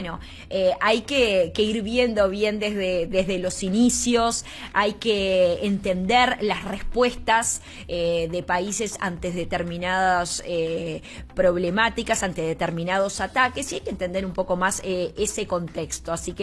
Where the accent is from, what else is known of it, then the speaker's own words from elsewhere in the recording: Venezuela; Pero uno como habitante, en este caso como venezolano, como venezolana, es primordial